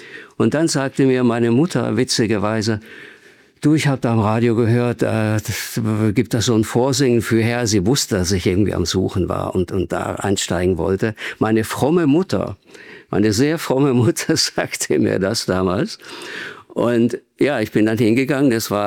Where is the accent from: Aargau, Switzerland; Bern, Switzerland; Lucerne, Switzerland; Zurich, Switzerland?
Zurich, Switzerland; Ja, ich bin ja in der Schweiz aufgewachsen, in der Nähe von Zürich.